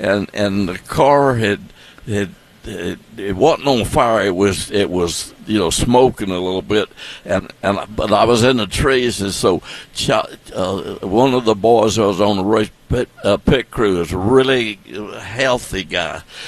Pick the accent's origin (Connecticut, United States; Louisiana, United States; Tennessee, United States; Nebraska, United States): Tennessee, United States; Nashville; I grew up in West Nashville.